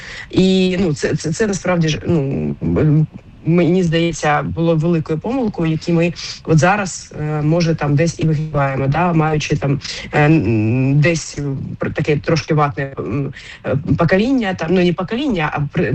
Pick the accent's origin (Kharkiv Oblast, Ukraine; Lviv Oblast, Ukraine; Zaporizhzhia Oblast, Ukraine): Kharkiv Oblast, Ukraine; Kharkiv; Я сама з Харкова родом, і треба сказати, що коли я, ну, в дитинстві